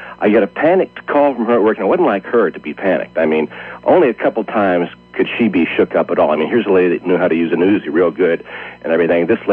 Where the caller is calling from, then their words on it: Tucson, Arizona, United States; Well, I'm calling from Tucson, Arizona.